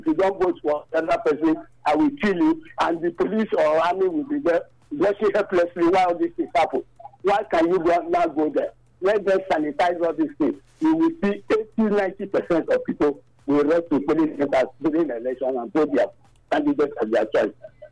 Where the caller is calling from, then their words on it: Nigeria; I'm calling from Old Town Community.